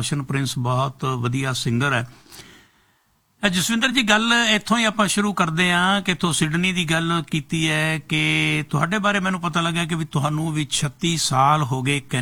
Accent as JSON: {"language": "Punjabi", "region": "Punjab", "country": "India", "tie": "born or raised there", "moved": "as an adult", "lives_now": "Canada", "said": "ਸਾਡਾ ਪੰਜਾਬ ਉਹ ਬਹੁਤ ਵਧੀਆ ਹੈ, ਸਾਡੀਆਂ ਜੜ੍ਹਾਂ ਉੱਥੇ ਹੈ, ਸਾਡੀਆਂ ਰੂਟਸ ਉੱਥੇ ਹੈ, ਸਾਡੇ ਬੱਚੇ ਭੈਣ ਭਰਾ, ਸਾਡਾ ਬਚਪਨ ਉੱਥੇ ਬੀਤਿਆ, ਜਵਾਨੀ ਉੱਥੇ ਬੀਤੀ ਹੈ।"}